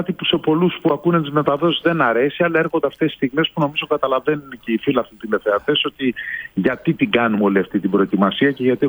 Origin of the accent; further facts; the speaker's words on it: Greece; ως Έλληνες θα θέλαμε πάρα πολύ να ζει και η ομάδα μας εδώ μέσα